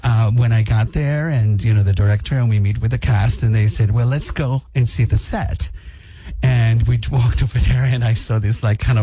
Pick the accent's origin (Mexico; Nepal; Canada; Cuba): Cuba; also born or lived in New York / Nashville; now in United States; Yeah, I came from Cuba and I went to New York and I studied in New York.